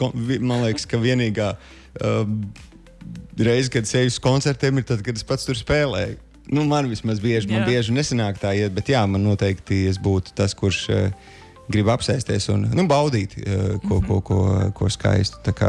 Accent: Bauska, Bauska Municipality, Latvia; es nāku no Bauskas, no dzimtās pilsētas

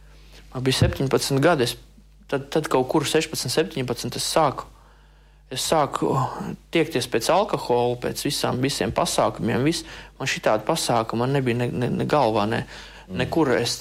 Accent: Ainaži, Limbaži Municipality, Latvia; Ainežos, es esmu no Ainežiem.

